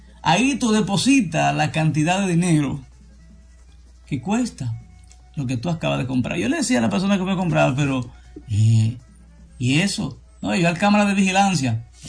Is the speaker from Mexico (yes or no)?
no; Dominican Republic